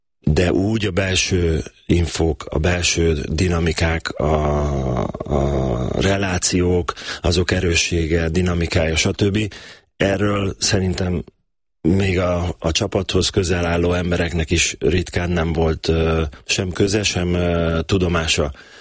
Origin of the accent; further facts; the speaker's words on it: Szeged, Csongrád-Csanád, Hungary; Igen, én Törzsgyökeres szegedi vagyok, még most is szegedi, vagy én mindig is szegedinek fogom magam vallani. Ott van az alma máterem, ott jártam ki az iskoláimat, gimnáziumig.